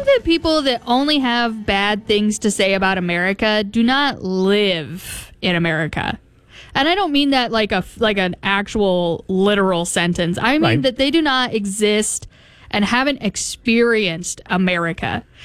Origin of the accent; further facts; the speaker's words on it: United States; I'm an American.